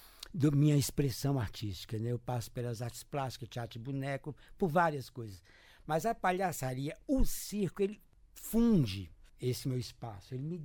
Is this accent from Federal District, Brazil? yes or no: yes; Taguatinga, Federal District, Brazil; born there; also born or lived in Corinto, Minas Gerais; a minha adolescência se deu, a minha vida, eu fui criado em Taguatinga, né?